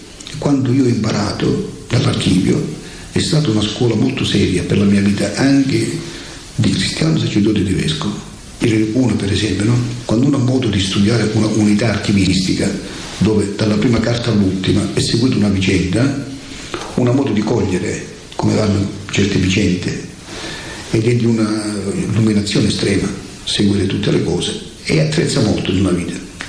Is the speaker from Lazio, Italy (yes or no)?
no; Rossano, Calabria, Italy; moved away as an adult; io sono vissuto, ho respirato a Rossano, nei luoghi più belli della storia religiosa di Rossano, la cattedrale, il codice, il museo di Cesara da piccolo, la stessa parrocchia dove sono nato e battezzato